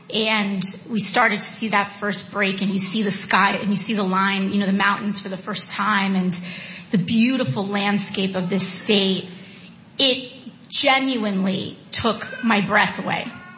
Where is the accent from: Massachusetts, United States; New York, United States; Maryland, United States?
New York, United States; New York City; I'm very aware of the fact that I'm coming here as a New Yorker.